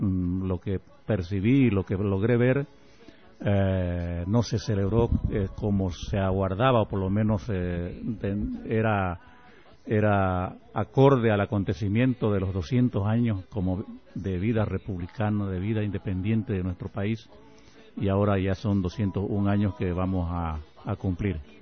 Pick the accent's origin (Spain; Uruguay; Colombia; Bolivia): Bolivia; como bolivianos estamos muy contentos